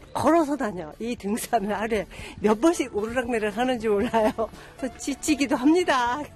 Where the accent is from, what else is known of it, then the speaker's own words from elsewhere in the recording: Iksan, North Jeolla, South Korea; moved away; 여기 저희 동네에 산책 왔는데요. 여기 우리 집이 있어요. 우리 고향이에요